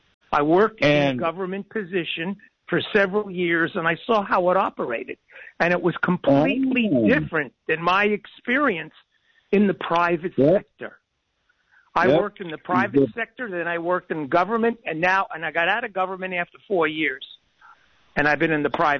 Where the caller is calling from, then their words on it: Prunedale, California, United States; I live in Prunedale.